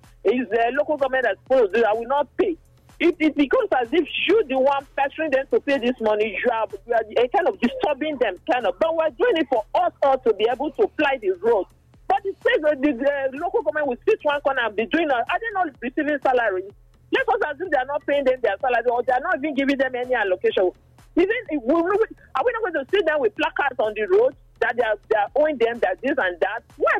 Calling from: Edo, Nigeria; I come from Ikwabaka local government.

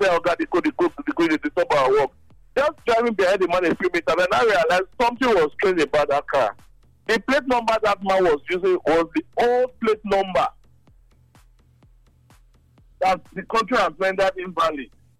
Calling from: Benin City, Edo, Nigeria; I'm calling from Benin.

